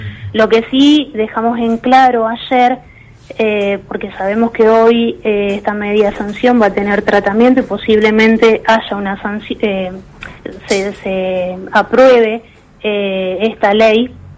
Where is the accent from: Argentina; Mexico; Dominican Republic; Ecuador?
Argentina